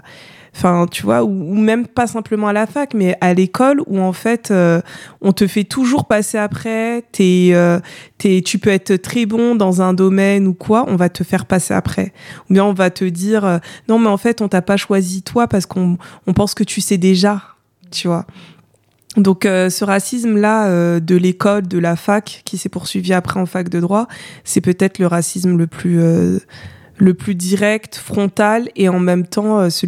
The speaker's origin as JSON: {"language": "French", "town": "Paris", "region": "Île-de-France", "country": "France", "said": "mais avant je disais je suis française. Tu vois, ou je viens de Paris."}